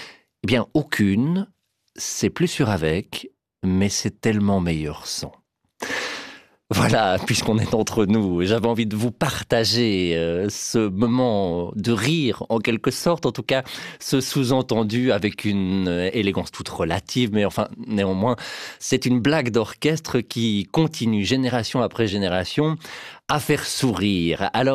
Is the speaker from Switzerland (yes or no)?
yes; Switzerland; chez nous en Suisse